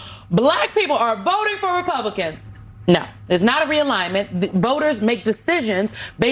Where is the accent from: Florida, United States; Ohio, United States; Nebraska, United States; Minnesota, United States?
Nebraska, United States; my home state, Nebraska